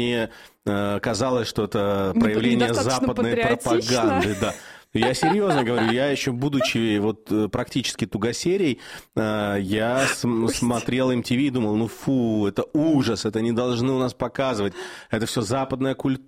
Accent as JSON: {"language": "Russian", "town": "Izhevsk", "region": "Udmurtia", "country": "Russia", "said": "а я сижу это из Ижевска смотрю"}